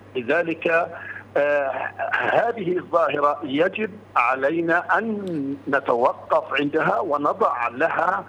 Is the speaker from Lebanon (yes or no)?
no; Palestine; إحنا كشعب فلسطيني في فلسطين